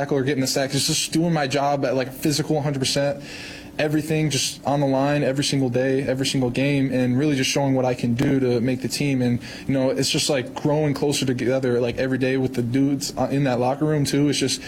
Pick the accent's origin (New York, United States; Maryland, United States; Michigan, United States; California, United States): Michigan, United States; Like, I'm from Michigan, so like Ford Field is decently big.